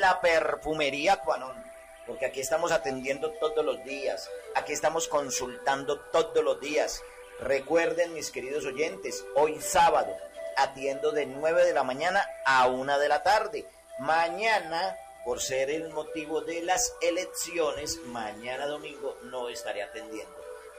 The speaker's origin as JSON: {"language": "Spanish", "town": "Pereira", "region": "Risaralda", "country": "Colombia", "said": "Soy de aquí de Pereira y quisiera saber si usted nos puede ayudar."}